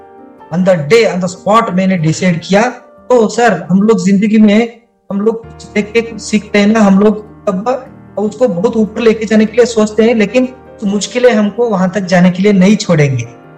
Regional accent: Karnataka, India; first language Kannada; Hindi is a second language; मेरा mother tongue है कन्नड़ा, आपको पता है कर्नाटका में खाली कन्नड़ा बात किया जाता है।

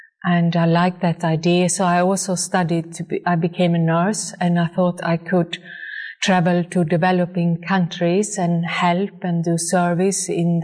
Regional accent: Sweden; moved away as an adult; now in Denmark; my parents are farmers. And so I grew up in the Swedish forest.

